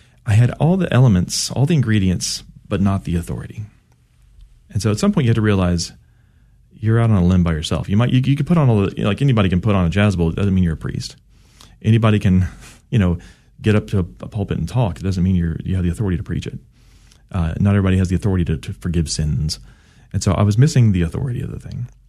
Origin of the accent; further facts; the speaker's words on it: Cedar Hill, Texas, United States; also born or lived in Dallas; I grew up in Cedar Hill, Texas, just south of here. I loved coming in today. I got to see I was born in Dallas. I could see literally the place I was born outside the window.